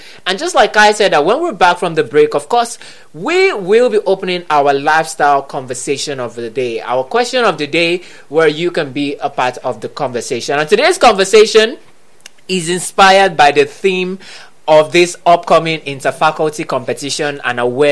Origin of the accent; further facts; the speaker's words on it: Nigeria; we know, as Nigerian students and young adults